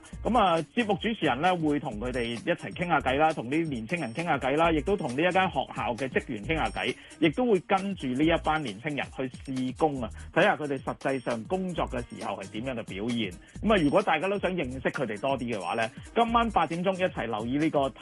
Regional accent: Hong Kong

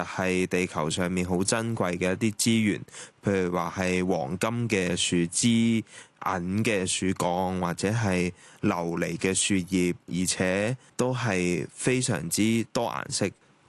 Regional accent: Hong Kong; 我哋香港人

